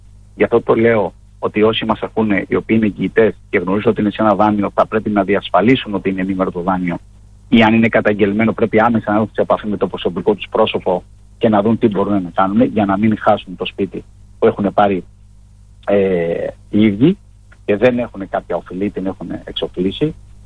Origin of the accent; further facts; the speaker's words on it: Greece; ως Έλληνες